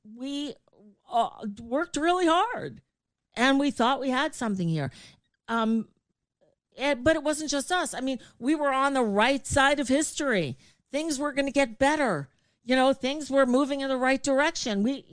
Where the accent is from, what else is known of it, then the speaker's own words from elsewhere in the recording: United States; We're American.